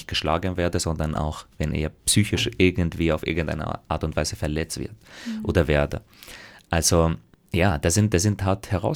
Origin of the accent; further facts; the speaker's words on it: Graz, Styria, Austria; ich komme aus Graz, wenn ich wo unterwegs war, dann war gleich die Frage, wo ich so wirklich her?